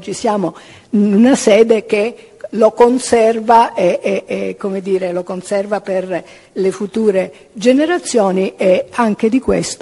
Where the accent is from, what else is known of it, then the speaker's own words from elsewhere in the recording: Calabria, Italy; Ora, siccome io, come quelli di voi che mi conoscono, sono calabrese